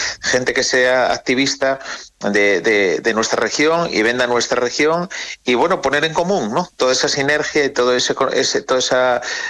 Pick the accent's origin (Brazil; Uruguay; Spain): Spain; Asturias; yo soy de un pueblo muy pequeño que se llama Priandi